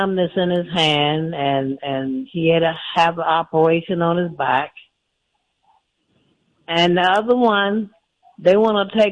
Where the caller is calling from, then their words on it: New York, United States; I live in New York. I'm calling from New York.